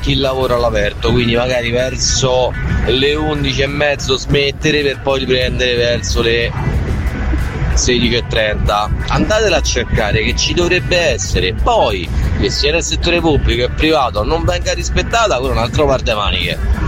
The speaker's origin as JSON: {"language": "Italian", "town": "Pomezia", "region": "Lazio", "country": "Italy", "said": "Io vengo da Pomezia"}